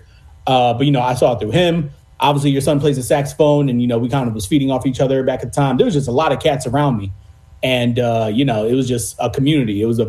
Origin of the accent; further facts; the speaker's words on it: Upper Darby, Pennsylvania, United States; also born or lived in West Philadelphia; I was born in West Philadelphia, and then I was in West Philly until about first grade. And then I went to Upper Darby system from first grade all the way to senior year of high school.